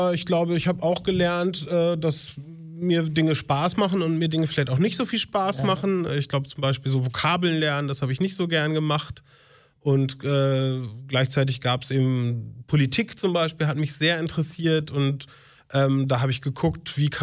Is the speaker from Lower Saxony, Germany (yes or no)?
yes; Uelzen, Lower Saxony, Germany; born there; also born or lived in Bad Laer; now in Kiel, Germany; mein Vater hatte auch eine neue berufliche Aufgabe in der Lüneburger Heide angenommen und dort sind wir dann hingezogen.